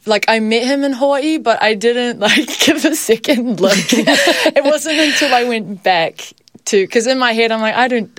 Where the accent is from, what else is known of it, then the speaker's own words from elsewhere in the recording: Hamilton, Waikato, New Zealand; We played in Hamilton, my hometown.